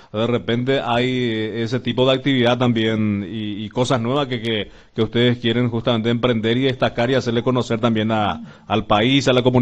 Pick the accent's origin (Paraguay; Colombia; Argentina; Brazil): Paraguay; nosotros somos paraguayos, somos razas, hey.